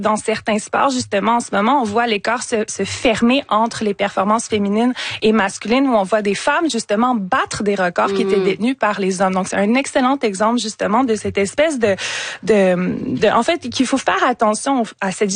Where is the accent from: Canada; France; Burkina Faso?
Canada; giga, méga événement planétaire qui va se tenir pour la première fois entre trois pays cette année, dont chez nous, au Canada.